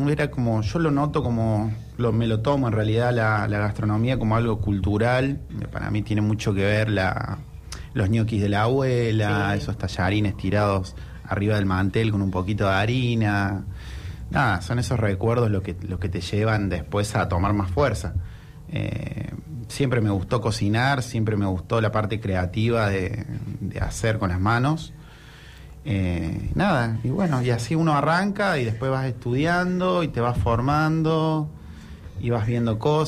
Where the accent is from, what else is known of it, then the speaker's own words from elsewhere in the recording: Córdoba, Argentina; moved away as an adult; now in Chubut, Argentina; yo que vengo de Córdoba